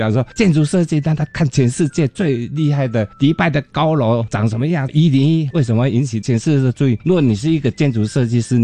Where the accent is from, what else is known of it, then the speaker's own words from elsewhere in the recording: Eastern Taiwan, Taiwan; moved away as an adult; 我小时候就在那边长大的